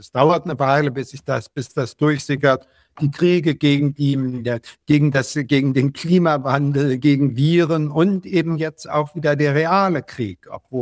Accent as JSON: {"language": "German", "region": "Berlin", "country": "Germany", "tie": "born there", "said": "Ich bin in West-Berlin geboren"}